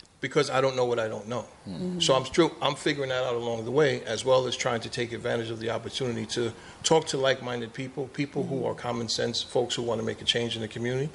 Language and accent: English; Queens, New York, United States; My boy Mike and I grew up in Queens.